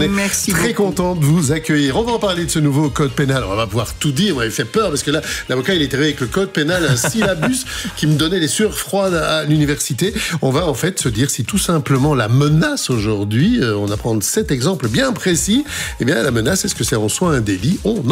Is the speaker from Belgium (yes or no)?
yes; Brussels, Belgium; Moi, je viens de Bruxelles, hein, chez nous, on dit « stouf » quand on veut exagérer un petit peu.